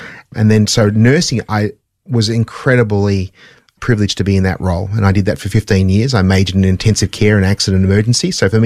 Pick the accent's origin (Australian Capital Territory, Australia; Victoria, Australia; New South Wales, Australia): Victoria, Australia; Melbourne; also born or lived in Oxford, England; So I also grew up in Blackburn. One suburb, I was in Blackburn North